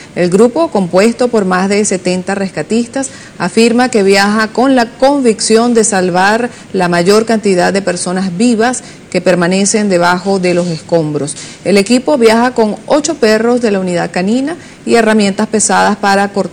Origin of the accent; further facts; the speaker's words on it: Venezuela; queremos aferrarnos como venezolanos, como periodistas.